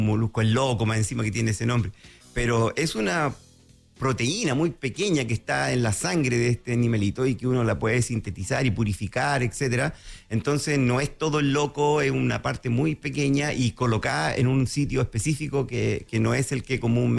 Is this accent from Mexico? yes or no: no; Chile; los locos que hicimos la vacuna somos todos chilenos.